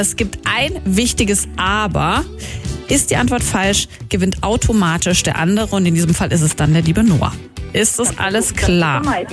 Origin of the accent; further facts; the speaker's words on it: Freiburg, Baden-Württemberg, Germany; Ich bin nämlich auch im Mooswald aufgewachsen.